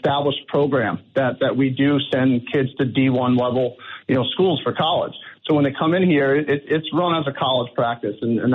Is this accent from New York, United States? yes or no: yes; Long Island, New York, United States; moved away as an adult; also born or lived in Syracuse; now in South Florida, United States; I'm born and raised in Long Island, and I played at Syracuse